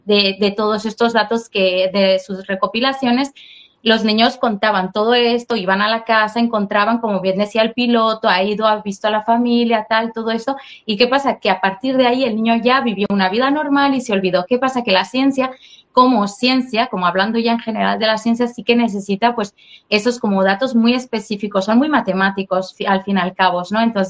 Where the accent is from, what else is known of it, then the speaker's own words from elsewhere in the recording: Mexico; yo soy mexicana, ¿vale?